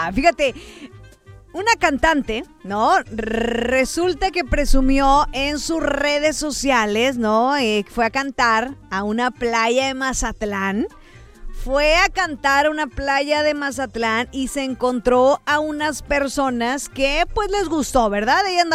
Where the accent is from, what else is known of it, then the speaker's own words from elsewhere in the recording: Puerto Rico; Yo hablo, yo como puertorriqueña ya.